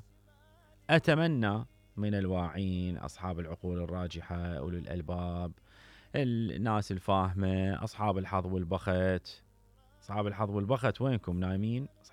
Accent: Iraq; مسؤوليتنا كعراقيين،

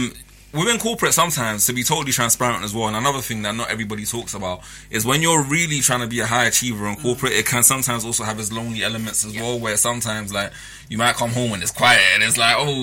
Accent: Ghana; sometimes I can overexert myself because it's like I come from Ghana as well.

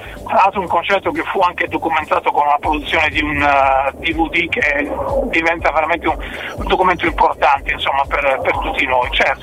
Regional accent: Sardinia, Italy

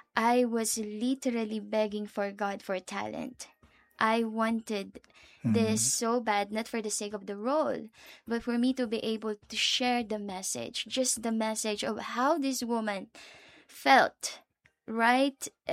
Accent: Philippines; moved away as an adult; now in Zambia; I'm from the Philippines.

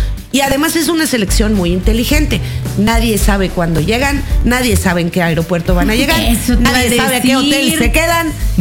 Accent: Mexico; nos han unido como mexicanos que somos.

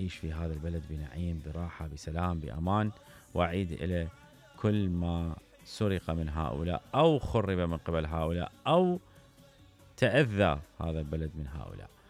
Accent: Iraq; إحنا كأشخاص نعتز بعراقيتنا

